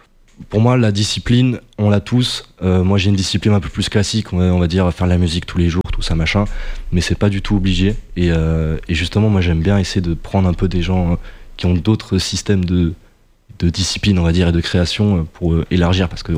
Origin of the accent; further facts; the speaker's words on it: Limoges, Nouvelle-Aquitaine, France; c'est que je viens de Limoges, donc une toute petite ville, et il n'y a personne qui fait la musique là-bas